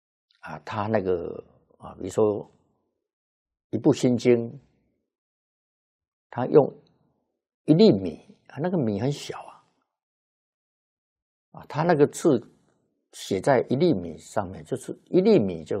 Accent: China; 我们中国人会对他非常感恩了

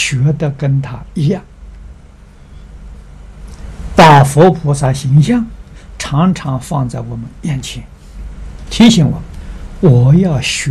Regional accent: China; 如同我们中国人这个家里面供祖宗的牌位一样，

